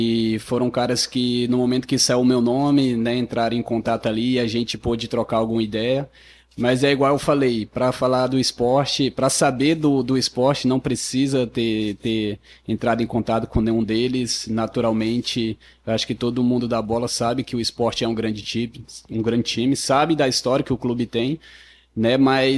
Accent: Sobral, Ceará, Brazil; also born or lived in Rio de Janeiro; É que eu fui criado em Sobral. Eu nasci no Rio de Janeiro, mas fui criado em Sobral.

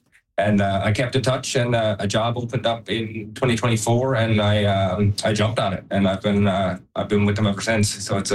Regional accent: Springdale, Newfoundland and Labrador, Canada; also born or lived in Halifax; Yeah, so I grew up in Springdale, Newfoundland. I've been kind of buzzing around the island and as well as Halifax over the past dozen years.

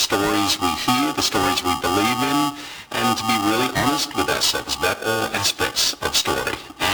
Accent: Australia; born or raised there

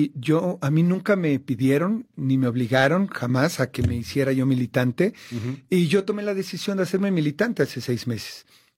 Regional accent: Mexico

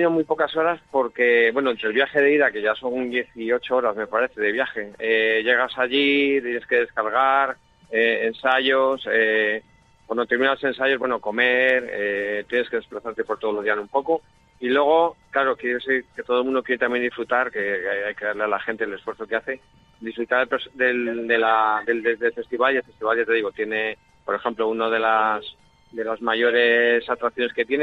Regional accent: Guadarrama, Community of Madrid, Spain; como representante de Asturias y de mi pueblo, de Guadarrama, o de incluso de toda la sierra en general

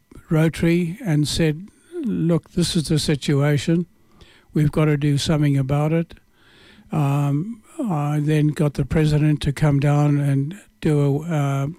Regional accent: Zimbabwe; moved away; growing up in Rhodesia. It was such a wonderful climate.

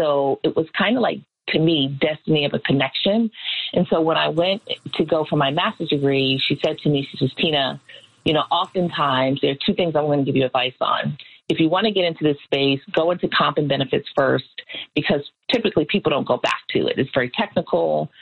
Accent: Hempstead, New York, United States; also born or lived in Freeport; I am from Long Island, New York. And grew up in Nassau County, which I'm proud to say I'm from both Hempstead and Freeport, which is always a debate for my family, on Long Island.

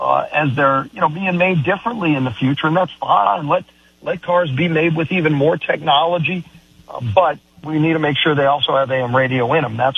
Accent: New Orleans, Louisiana, United States; look, I come from New Orleans. When Hurricane Katrina hit, everything, you know, you had power out for 3 weeks.

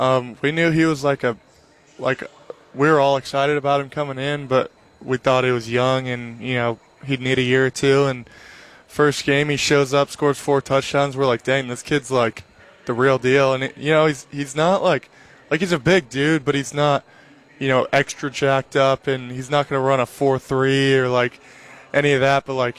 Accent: Austin, Texas, United States; I went back to Austin, and that's where my girlfriend's from, too, and all of my hometown friends.

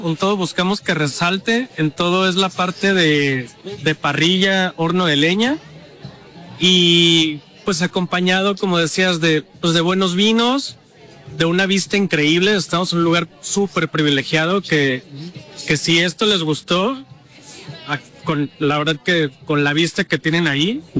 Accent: Guadalajara, Jalisco, Mexico; now in Baja California, Mexico; Algo que tiene Envero es que los dos somos de Guadalajara. Con ya casi 15 años viviendo en Baja California

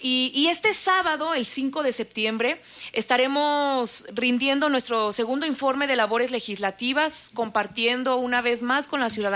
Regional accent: Michoacán, Mexico; Que habrá todas estas manifestaciones culturales que nos dan identidad como pueblo de Michoacán, como mexicanos orgullosamente

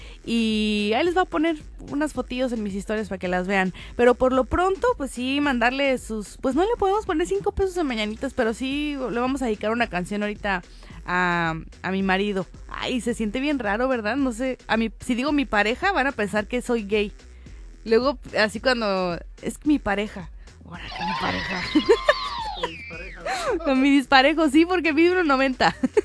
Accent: Guaymas, Sonora, Mexico; Ahí cerca de Guaymas, de donde yo soy.

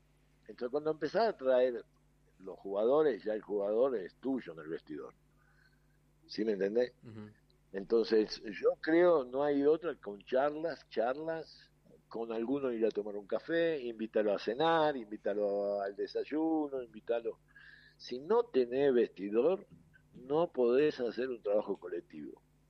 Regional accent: Argentina; Yo soy argentina

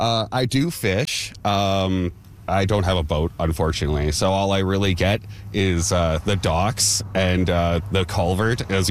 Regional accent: Saskatoon, Saskatchewan, Canada; I've lived here for about 5 years now. I moved here from Saskatoon, actually. Born and bred in Saskatoon. I'm 35 years old.

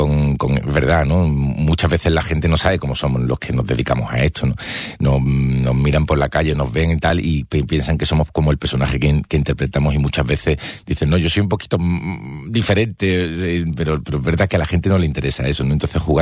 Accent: Málaga, Andalusia, Spain; Yo soy andaluz, soy de Málaga, mi abuelo era de León, mi bisabuelo era del País Vasco, mi padre nació en Granada

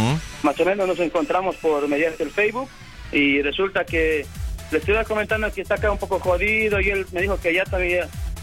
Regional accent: La Paz, Bolivia; moved away; somos de La Paz, de la misma zona. Nos crecimos juntos como hermanos, así.

